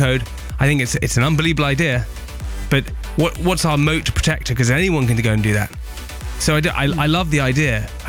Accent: South West England, United Kingdom; I grew up near Swindon. Sometimes I have a big loyalty towards Swindon.

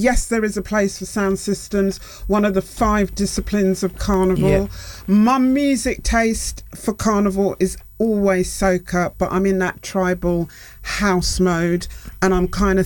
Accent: London, United Kingdom; so I'm a North Londoner through and through, although I think I was born in South London.

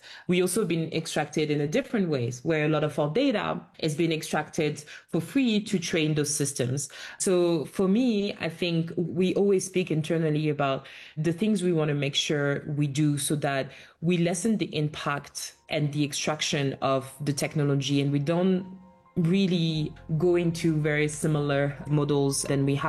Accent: France; They managed to immigrate to France, and this is how I was born and educated in France, but I grew up with that story really at the back of my mind

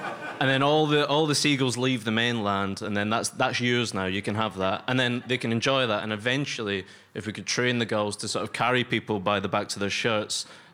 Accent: Scotland, United Kingdom; Yes. I'm from Fife.

